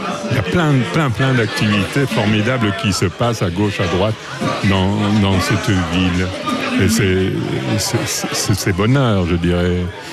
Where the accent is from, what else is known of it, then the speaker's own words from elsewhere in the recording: Fleurus, Wallonia, Belgium; Mais je suis non seulement du coin, je suis né à Fleurus.